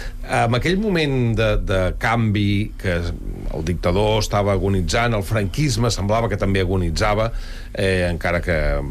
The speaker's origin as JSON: {"language": "Catalan", "region": "Catalonia", "country": "Spain", "said": "nosaltres som catalans, els que ja tenim una edat"}